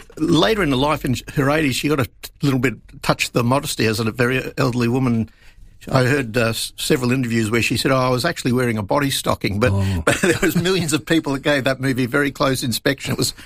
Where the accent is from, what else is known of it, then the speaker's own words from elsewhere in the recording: Queensland, Australia; moved away as an adult; also born or lived in Ballarat / Sydney; Well, Queensland is where I grew up. I was born in Ballarat, but I grew up in Queensland, and I left there. I left Sydney about 20 years ago because it was getting too busy for me